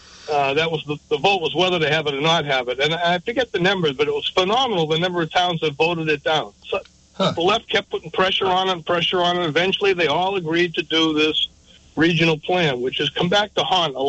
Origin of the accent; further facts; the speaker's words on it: Cape Cod, Massachusetts, United States; I grew up on Cape Cod in the late 70s, 80s.